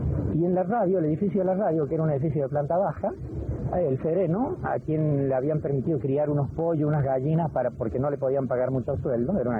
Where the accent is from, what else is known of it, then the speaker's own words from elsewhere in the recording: Argentina; moved away as an adult; now in Madrid, Spain; ahí hubo un golpe militar en el año 76, había habido muchos antes, desde el año 30 concretamente, el año de mi nacimiento, ahí empezaron los golpes en mi país. Y bueno, me obligaron a salir de ahí porque era un intelectual